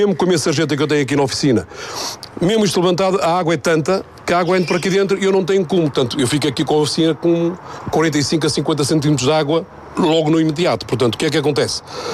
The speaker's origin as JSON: {"language": "Portuguese", "town": "Santa Maria da Feira", "region": "Aveiro", "country": "Portugal", "tie": "born there", "said": "sou de Santa Maria da Feira, nasci no lugar do Cabaco"}